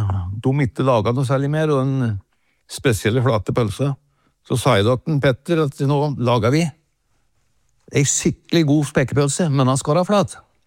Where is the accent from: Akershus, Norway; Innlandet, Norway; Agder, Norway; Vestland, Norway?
Innlandet, Norway; Vestre Toten; Nei, men min far drev jo forretning i Åsmarka, der jeg vokste opp. Det den eneste butikken som hatt i Vester Toten, Talsimå, Sagnes.